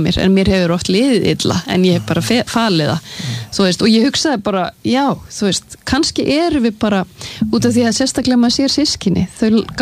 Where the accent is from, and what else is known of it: Sweden; born or raised there